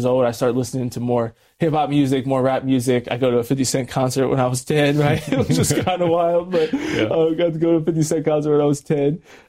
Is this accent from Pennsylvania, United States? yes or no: yes; Harrison, Pennsylvania, United States; Yeah, so I was born and raised in Harrison, Pennsylvania.